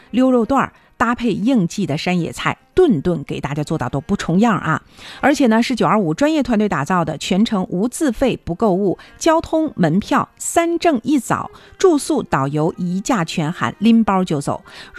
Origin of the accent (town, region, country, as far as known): Harbin, Heilongjiang, China